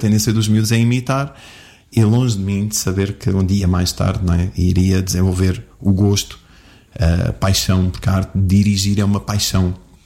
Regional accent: Portugal; born there; eu nasci no Rocio, em casa dos meus avós.

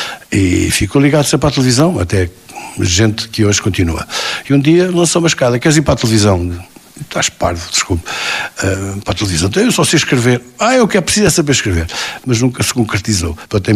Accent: Proença Nova, Centro, Portugal; born there; Olha, eu nasci na Beira Baixa, sou de Beirão, da Beira Baixa, na Beira Baixa do Pinhal, como sabe, há beira interior, há beira raia, há muitas beiras. Eu nasci na beira do Pinhal, numa terra que se chama, que não vem no mapa, eu nasci numa aldeia muito pequenina, muito pobre, muito austera

